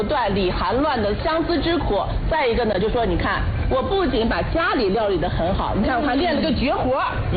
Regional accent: Shanxi, China; 我们山西人

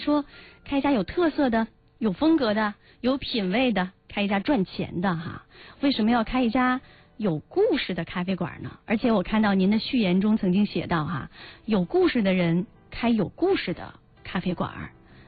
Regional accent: Northeast China, China; 这么说起来我们算老乡啊。我也是东北人。

